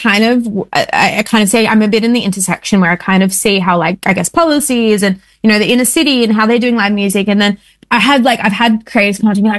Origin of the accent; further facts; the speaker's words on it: New South Wales, Australia; Without knowing that I was from Western Sydney, was like, oh, thank God for Western Sydney.